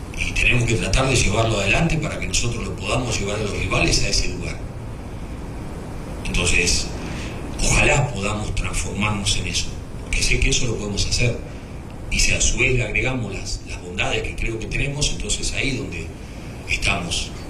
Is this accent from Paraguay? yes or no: yes; Paraguay; Sin que eso signifique perder de vista que somos paraguayos.